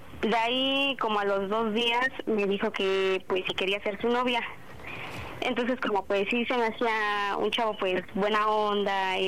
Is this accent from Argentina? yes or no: no; Mexico City, Mexico; Tengo 24 y soy de la Ciudad de México.